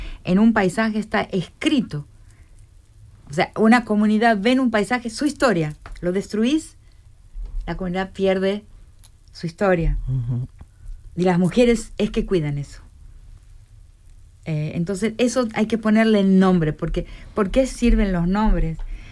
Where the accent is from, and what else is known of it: Argentina